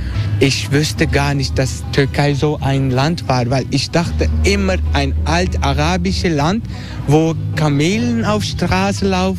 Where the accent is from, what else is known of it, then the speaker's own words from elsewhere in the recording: Netherlands; German is a second language; ich bin aufgewachsen in Holland und durch habe ich hier wegen Gästelächen gelernt.